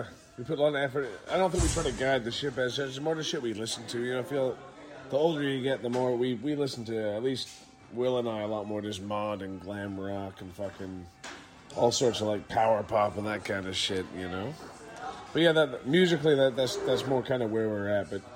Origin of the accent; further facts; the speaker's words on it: Vancouver, British Columbia, Canada; I'm from Vancouver.